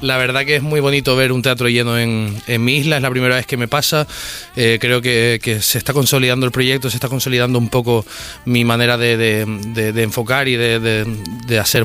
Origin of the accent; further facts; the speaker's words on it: Canary Islands, Spain; vivimos en la periferia, al final formamos parte de África geográficamente, por estado formamos parte de España, no sé si por suerte o por desgracia, pero bueno, formamos parte de España, y al final siempre es complicado vivir en periferia